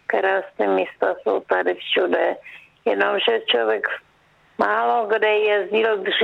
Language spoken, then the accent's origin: Czech; Jeseníky, Czechia; also born or lived in Moravian Wallachia; now in Krnov, Czech Republic; A Váchy, to je moje rodiště, naše se přestěhovali po válce 45. na Jeseníky, tak jsem tam vyrůstala. A tam jsem chodila na ty Javorníky a to tam to znám.